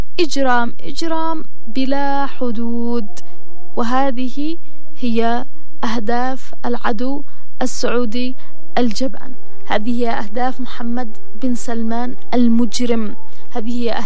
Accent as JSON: {"language": "Arabic", "country": "Yemen", "said": "ونحن كشعب يمني متوكلون على الله"}